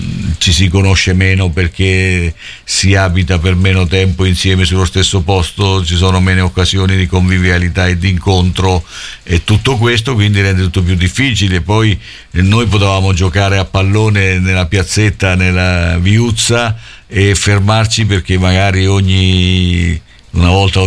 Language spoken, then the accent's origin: Italian; Macerata, Marche, Italy; io da bambino stavo a Macerata, in un quartiere, insomma, quindi, effettivamente era come stare in un villaggio